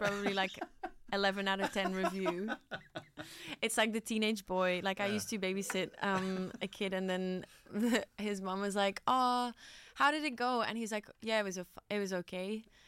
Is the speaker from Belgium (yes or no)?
yes; Belgium; moved away as an adult; now in Australia; I'm from Belgium.